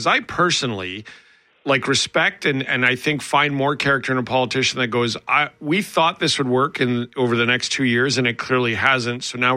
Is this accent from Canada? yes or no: yes; Alberta, Canada; growing up in Alberta